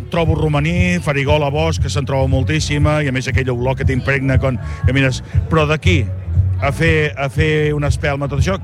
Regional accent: Palafrugell, Catalonia, Spain

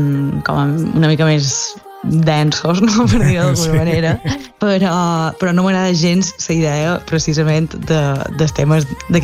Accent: Balearic Islands, Spain; born there; moved away as an adult; now in Barcelona, Spain; ara valoro molt més pues, lo que és ser d'un poble petit

